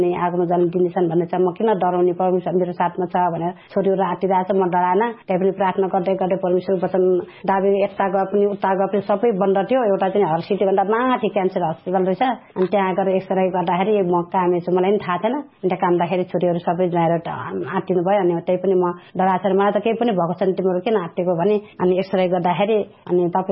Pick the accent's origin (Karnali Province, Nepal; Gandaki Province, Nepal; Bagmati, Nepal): Bagmati, Nepal; Kathmandu; moved away; मेरो घर चाहिँ कोटेश्वर हो। अहिले चाहिँ कोटेश्वरबाट म सानो गाउँ सरेको छु, त्यो नयाँ घरमा, अनि त्यहाँ सानो गाउँमा बस्छु।